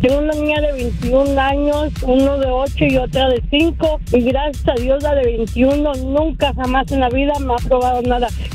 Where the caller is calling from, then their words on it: Torrance, California, United States; hablo de Torrance, California.